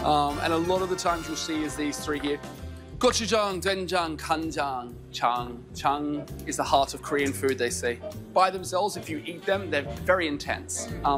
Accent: Australia; Because I come from Australia, And in Australia, we're quite a young country.

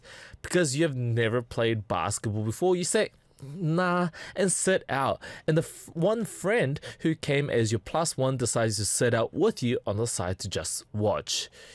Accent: New Zealand; I never played basketball because I was a small Asian kid amongst all the tall, you know, Kiwis in New

